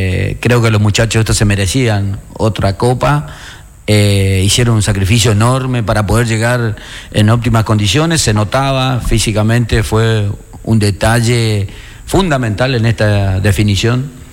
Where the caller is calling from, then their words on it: Argentina; así somos los argentinos